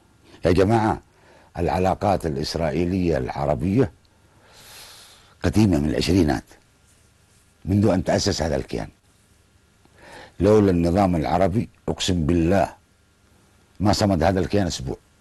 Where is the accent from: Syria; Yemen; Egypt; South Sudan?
Yemen; لأن هذه بلدنا وأرضنا يا جماعة